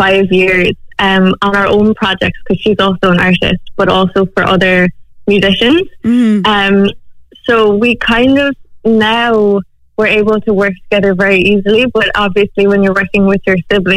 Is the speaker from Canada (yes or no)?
no; Cork, Munster, Ireland; moved away as an adult; now in Los Angeles, United States; so I live in LA for the past 5 years. I'm from Cork, but I live there with my sister.